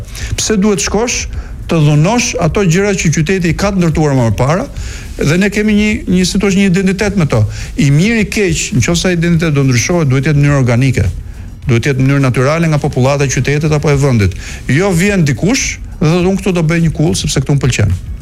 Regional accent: Tirana, Tirana County, Albania; për ne që jemi rritur në Tiranë

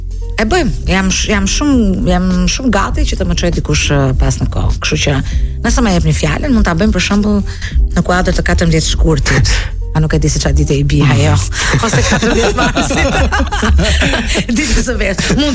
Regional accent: Durrës, Durrës County, Albania

